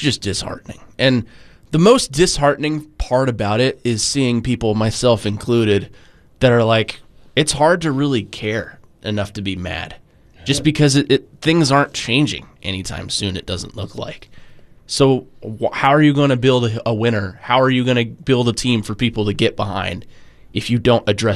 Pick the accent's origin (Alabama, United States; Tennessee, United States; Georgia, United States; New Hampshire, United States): Tennessee, United States; Nashville; the team growing up in Nashville